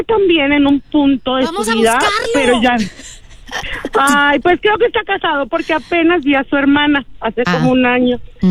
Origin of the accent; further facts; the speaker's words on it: Mexico City, Mexico; born there; Yo viví en la Ciudad de México y yo iba al pueblo de mi mamá.